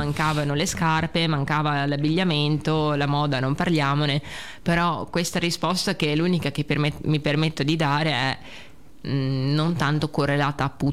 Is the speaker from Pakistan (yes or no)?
no; Russia; born there; Italian is a second language; moved away; io mi ricordo quando sono nata, allora innanzitutto in Russia non c'erano ancora i pannolini.